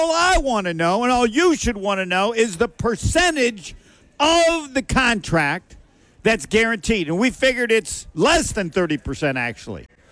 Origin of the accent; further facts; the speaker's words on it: Indiana, United States; and I'm from Indiana